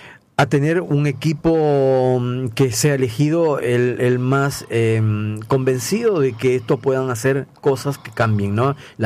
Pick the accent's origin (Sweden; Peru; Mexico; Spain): Peru; now in Argentina; Yo, saben la gente que no soy argentino, que soy de la comunidad peruana, yo soy peruano, y que nosotros somos poquitos